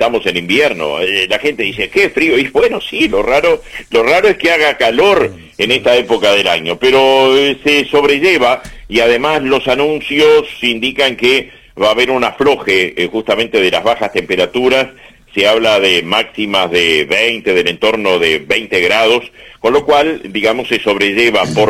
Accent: Uruguay; como uruguayo soy y Uruguay me interesa

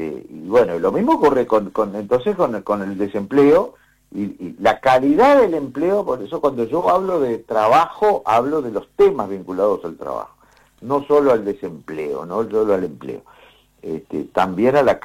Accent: Rivera, Uruguay; soy riverense y porque nací en Rivera y me crié en Rivera

